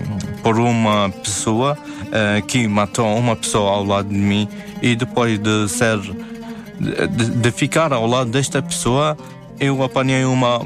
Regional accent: Iraq; moved away

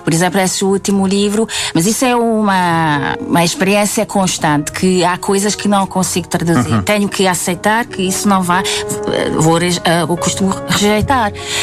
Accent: Hungary; first language Hungarian; Portuguese is a second language; now in Portugal

